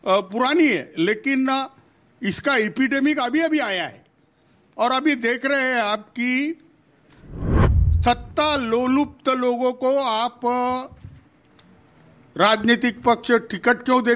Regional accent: Yavatmal, Maharashtra, India; मैं यवतमाल से आता हूँ

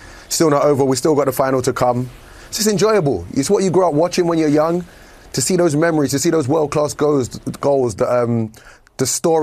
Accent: England, United Kingdom; You know I'm English. I'm messing up soccer and football.

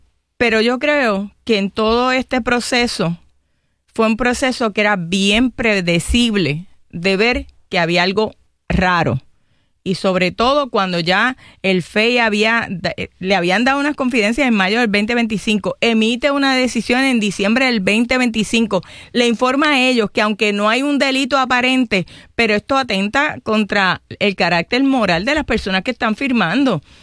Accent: Toa Alta, Puerto Rico; Yo soy de Toa Alta.

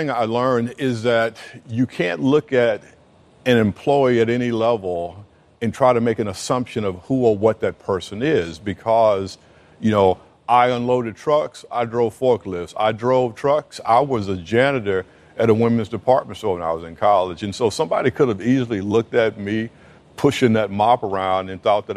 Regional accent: Weston, Tennessee, United States; I grew up in a small town in Weston, Tennessee. And when I say small, I mean about 10,000 people. And we lived 12 miles in the country outside of the city limits.

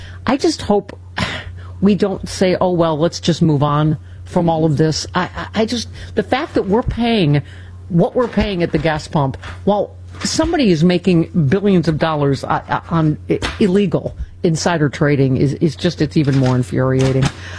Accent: New York, United States; Go Sabres, my hometown.

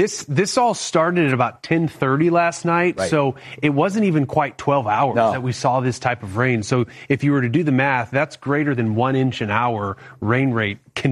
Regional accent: St. Louis, Missouri, United States; I'm from the St. Louis area myself

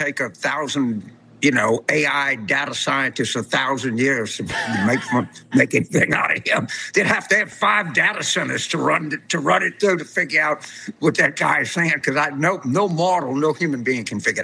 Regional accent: Southern United States, United States; as a Southerner and as a football fan, as an SEC fan, as a proud guy

